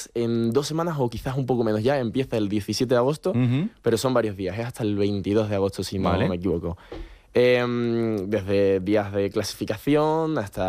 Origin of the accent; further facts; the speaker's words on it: Spain; soy el español con el ranking más alto que va para allá a representar a España.